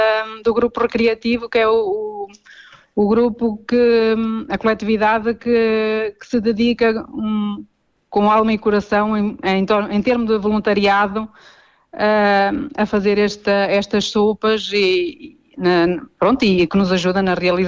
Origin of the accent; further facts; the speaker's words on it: Vinhó, Centro, Portugal; Eu sou mesmo de Vinhó.